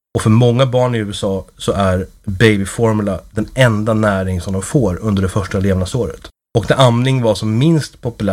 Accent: Sweden; Som svensk så undrar man kanske varför det är en så stor sak.

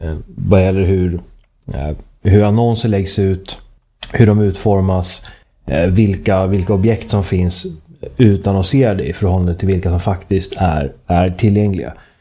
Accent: Sweden; now in Malta; Som svensk så blir man chockad när man kommer hit

